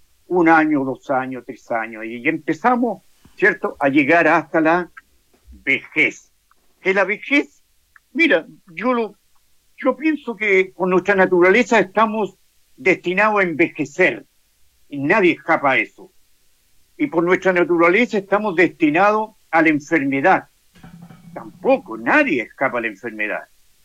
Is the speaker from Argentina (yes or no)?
no; Valparaíso, Chile; born there; yo nací en el Cerro Barón, no en el Cerro Santinés.